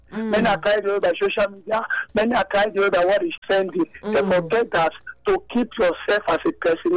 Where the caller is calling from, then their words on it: Benin City, Edo, Nigeria; I'm calling from Benin City.